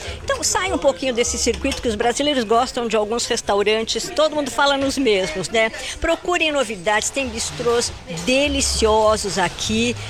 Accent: Brazil

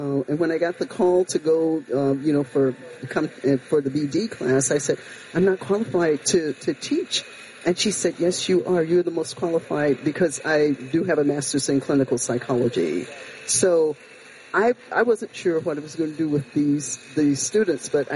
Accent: Alabama, United States; moved away as an adult; also born or lived in Elgin; now in McHenry County, United States; I moved to Illinois when I was 18.

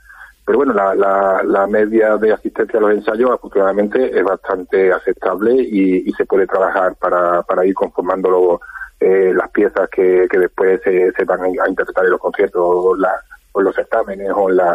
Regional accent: Campillos, Andalusia, Spain; la mayoría de las personas que componemos la formación somos de aquí, de la localidad.

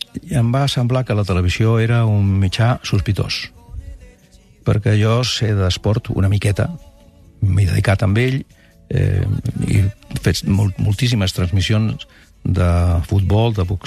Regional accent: Barcelona, Catalonia, Spain; born there; Recordo que al meu barri, a Sant Gervasi

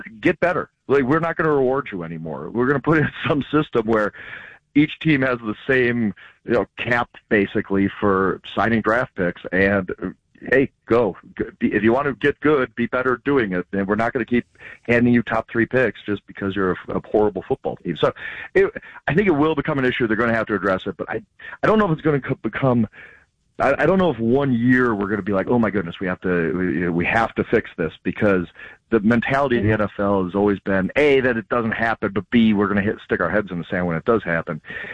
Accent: Wisconsin, United States; I grew up in a newspaper business, and I grew up in Wisconsin

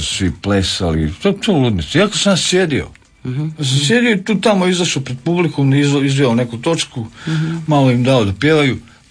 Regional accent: Vinkovci, Vukovar-Srijem County, Croatia; moved away; Tako da govorim srpski, ali mi je bliži, ja sam tamo iz Vinkovaca, mi smo tamo govorili srpski.

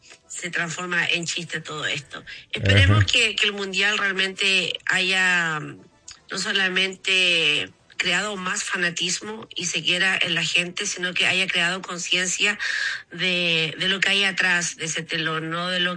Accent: Chile; Yo me siento muy orgullosa de mi tierra acá chilena

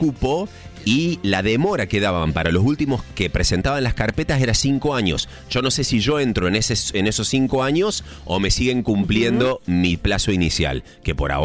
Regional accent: Ushuaia, Tierra del Fuego, Argentina; now in Cosquín, Argentina; Les comento, yo vengo de Ushuaia. Ajá. Y hace como un año y medio que estoy en Cosquín viviendo.

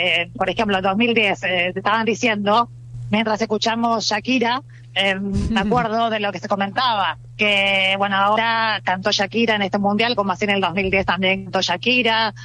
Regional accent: Argentina; now in Spain

